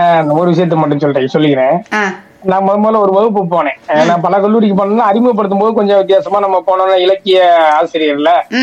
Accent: Karaikudi, Tamil Nadu, India; also born or lived in Mannargudi / Paramakudi; என்னுடைய சொந்த ஊர் வந்து எஸ் காரைக்குடி என்ற ஒரு ஊரு, சிற்றூர். நான் முத முதல்ல வேலை பார்த்தது வந்து மன்னார்குடி, அதுக்கப்புறம் வேலை பார்த்தது பரமக்குடி.

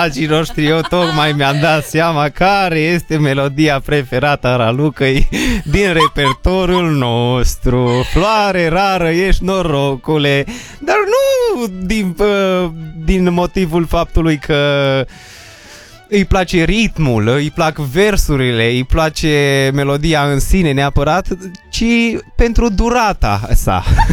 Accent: Transylvania, Romania; Merge și amu aici pe Radio Sorus, că suntem ardeleni până la urmă.

